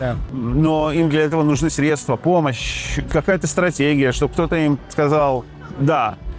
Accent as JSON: {"language": "Russian", "town": "Odesa", "region": "Odesa Oblast", "country": "Ukraine", "moved": "yes", "lives_now": "Moscow, Russia", "said": "Я уехал из Одессы."}